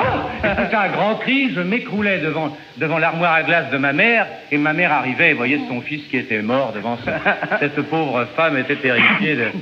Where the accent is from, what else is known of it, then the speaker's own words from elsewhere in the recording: Paris, Île-de-France, France; born there; je suis né à Paris, exactement rue de Sèvres, et on voit encore au 112 rue de Sèvres où je suis né. Je suis né au-dessus d'un marchand de parapluies